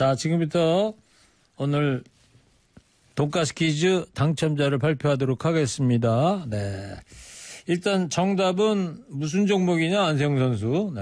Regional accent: Anseong, Gyeonggi Province, South Korea; 저는 뭐 저쪽 더 동쪽으로 삼죽 쪽이고.

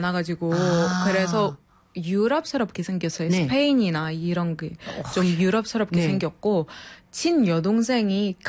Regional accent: Egypt; first language Arabic; Korean is a second language; now in South Korea

